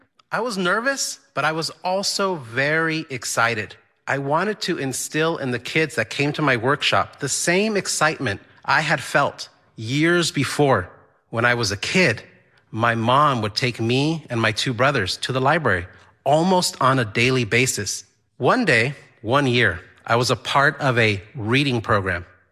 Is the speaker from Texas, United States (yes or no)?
yes; El Paso, Texas, United States; also born or lived in Juárez, Mexico; now in Boston, United States; I was born and raised in El Paso, Texas, but I was raised in two cities, El Paso, Texas, and Juárez, Mexico. I have been living here in the Boston area for, I would say, about 21 years.